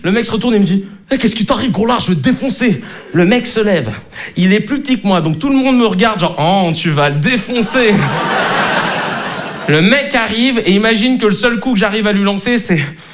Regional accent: Paris, Île-de-France, France; now in Arcueil, France; Moi, je suis né en France, j'ai grandi à Paris et maintenant j'habite à Arcueil. Alors chez nous, c'est plutôt tranquille. Il n'y a qu'une seule cité

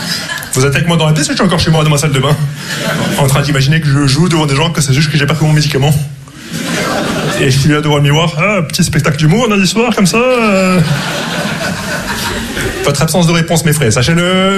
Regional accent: Casablanca, Casablanca-Settat, Morocco; parce que moi … j'ai grandi au Maroc

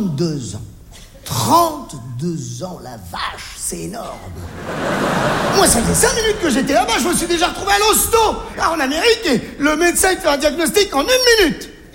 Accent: Algeria; born there

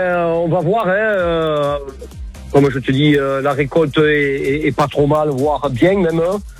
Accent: Sigean, Occitanie, France; Je suis de Sigean, juste à côté de Narbonne.

